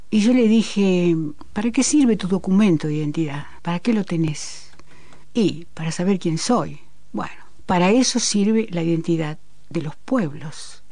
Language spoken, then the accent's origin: Spanish; Argentina